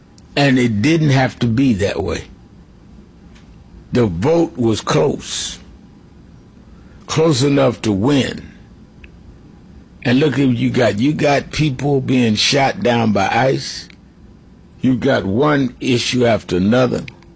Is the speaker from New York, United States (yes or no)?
yes; Brooklyn, New York, United States; born there; I was born in Brooklyn, but I visited there several times in Dothan, Abbeville, Alabama.